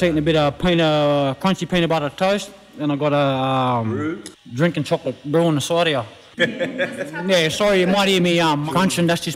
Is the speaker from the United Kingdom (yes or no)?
no; Mount Druitt, New South Wales, Australia; My dad's Kuria, my mum's white. I grew up in Mount Druitt all my life.